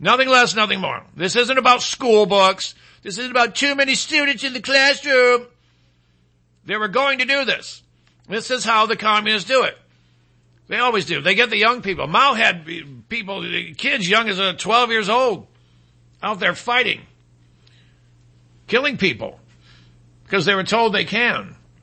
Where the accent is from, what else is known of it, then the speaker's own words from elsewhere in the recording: Michigan, United States; who wants to be a senator from my home state. My home state. We didn't have any texts from Michigan today.